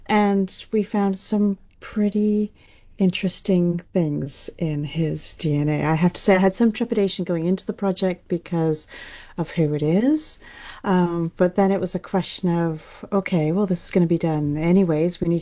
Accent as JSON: {"language": "English", "country": "Canada", "moved": "yes", "said": "I'm from Canada, but I've lived in this country long enough"}